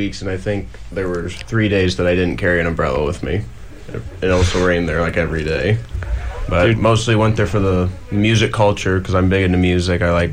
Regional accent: Ohio, United States; I'm from Northwest Ohio. I live in a log cabin in the woods.

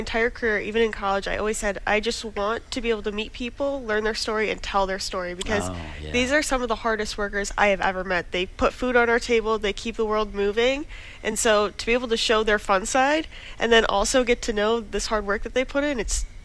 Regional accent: Perrysburg, Ohio, United States; I grew up in Perrysburg

